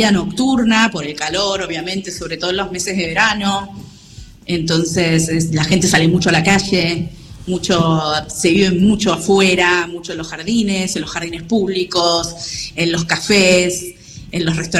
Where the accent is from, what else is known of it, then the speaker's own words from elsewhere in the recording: Argentina; moved away as an adult; now in Egypt; soy argentina.